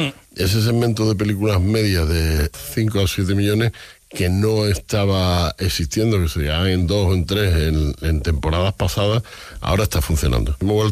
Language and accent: Spanish; Huelva, Andalusia, Spain; Y después una película de chavales en Huelva, mi tierra.